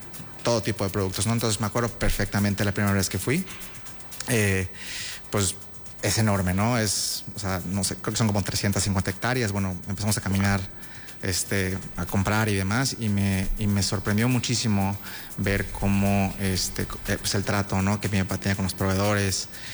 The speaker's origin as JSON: {"language": "Spanish", "region": "Yucatán", "country": "Mexico", "tie": "born or raised there", "said": "soy originario de Xuscap, una comunidad ubicada aproximadamente a 100 kilómetros al sur de Mérida."}